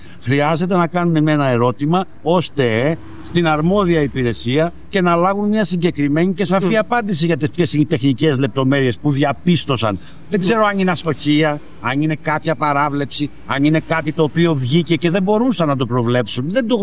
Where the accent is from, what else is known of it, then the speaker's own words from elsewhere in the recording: Patras, Western Greece, Greece; το γνωρίζουμε και οι δύο γιατί είμαστε πατρινοί, εσείς είστε λίγο μικρότεροι, αλλά εγώ είμαι λίγο μεγαλύτερος